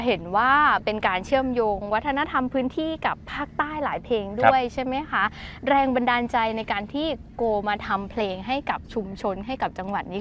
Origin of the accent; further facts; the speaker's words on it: Andaman coast of southern Thailand, Thailand; ภาษาบ้านเราจะไม่ค่อยเหมือนเพื่อนสักเท่าไหร